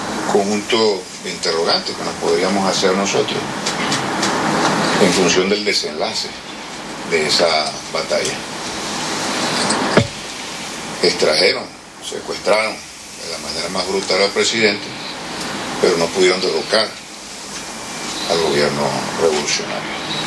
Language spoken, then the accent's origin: Spanish; Venezuela; en la defensa de nuestra patria y de nuestro presidente Nicolás Maduro